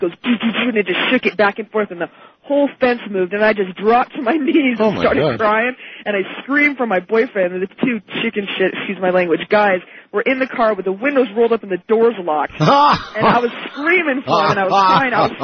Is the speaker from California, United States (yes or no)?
yes; Susanville, California, United States